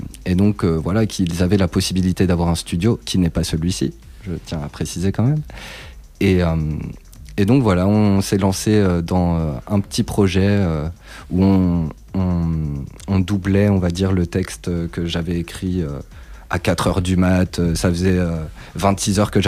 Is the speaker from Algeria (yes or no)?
no; France; now in Belgium; c'est moi le français dans le groupe, mais ça fait 11 ans que je m'intègre